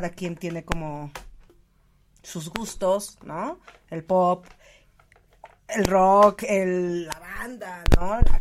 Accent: Ecatepec, State of Mexico, Mexico; yo nací, crecí en Ecatepec.

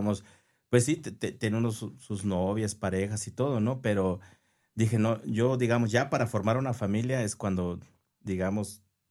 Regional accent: Mexico; Yo quería estar aquí en mi país.

